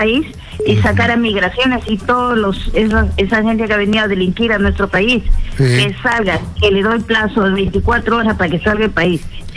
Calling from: Trujillo, La Libertad, Peru; estoy llamando de Trujillo.

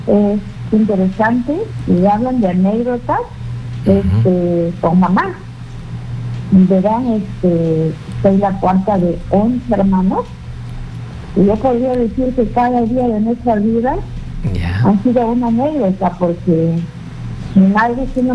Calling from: Jaén, Cajamarca, Peru

